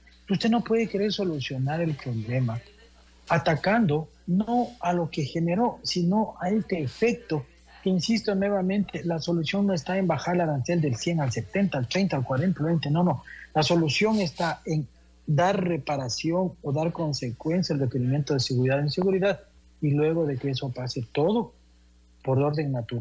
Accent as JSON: {"language": "Spanish", "country": "Ecuador", "said": "soy ecuatoriano"}